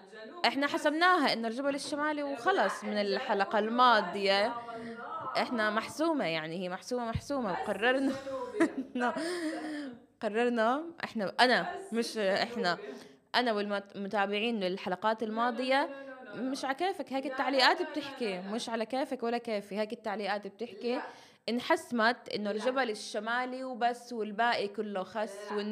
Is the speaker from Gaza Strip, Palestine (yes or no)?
no; Nablus, Nablus Governorate, Palestine; accent: Nablusi; خلص هاي بتحسوها متعلقه تراث عندنا بنابلس.